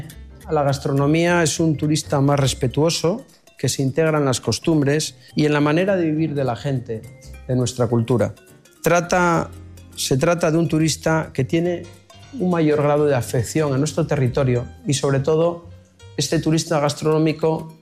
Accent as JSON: {"language": "Spanish", "country": "Spain", "said": "nuestra autenticidad como pueblo español."}